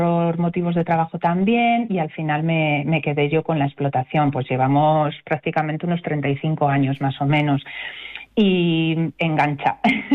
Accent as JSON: {"language": "Spanish", "region": "Castilla-La Mancha", "country": "Spain", "tie": "born or raised there", "said": "en Guadalajara hay mucha tradición apícola. Yo en mi pueblo hay varios apicultores"}